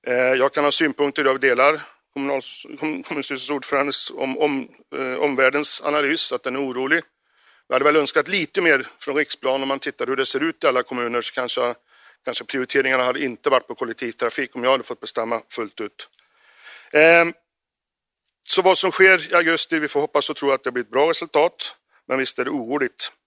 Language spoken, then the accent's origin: Swedish; Arentorp, Västra Götaland County, Sweden